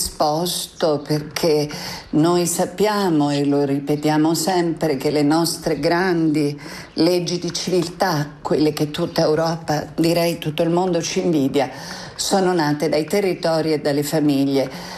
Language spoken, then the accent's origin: Italian; Rome, Lazio, Italy; io, che sono romana come te